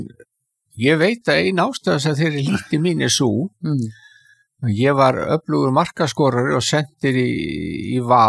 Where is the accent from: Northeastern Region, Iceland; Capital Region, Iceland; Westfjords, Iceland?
Capital Region, Iceland; Reykjavík; Ég alinn upp í Skaftahlíðinni sem mitt á milli þessa gamla framvallar og valsvallarins undir æsku hlíðinni.